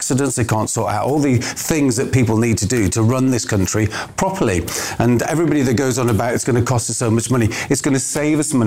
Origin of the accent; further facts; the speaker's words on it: Wales, United Kingdom; because I'm Welsh. I was born in North Wales. I don't speak Welsh or very badly.